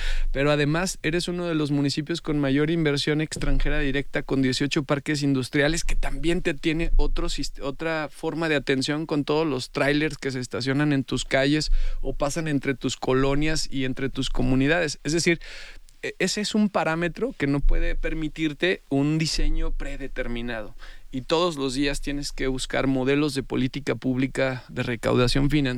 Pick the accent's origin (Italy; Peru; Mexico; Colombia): Mexico; Guanajuato; Mi casa está colinda con esa comunidad. Yo soy de San Ramón.